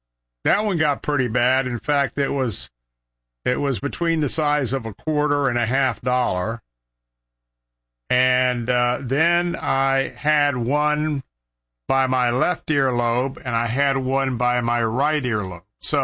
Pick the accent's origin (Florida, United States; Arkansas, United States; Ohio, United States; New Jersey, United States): Florida, United States; Tampa; I was born and raised here in Tampa.